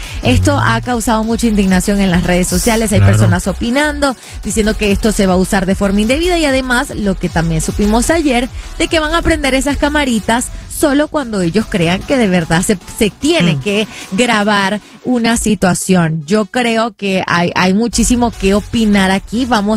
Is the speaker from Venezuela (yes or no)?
yes; Venezuela; moved away; yo soy venezolana